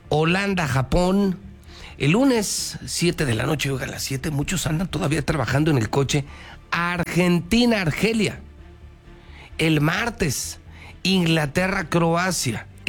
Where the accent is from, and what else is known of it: Mexico